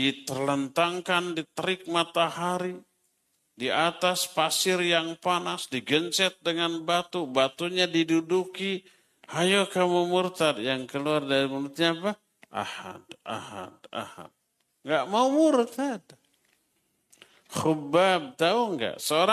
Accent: Sunda, Indonesia

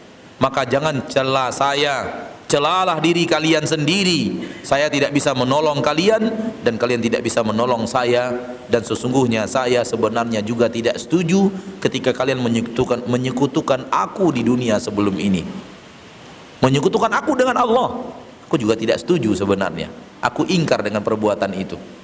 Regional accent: West Sumatra, Indonesia; Kita ini orang Minang, Pak. Kita ini orang Minang, udah tahu kita.

